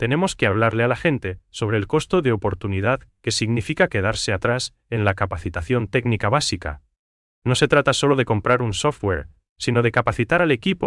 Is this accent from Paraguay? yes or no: yes; Paraguay; esa calidez humana que nos caracteriza como paraguayos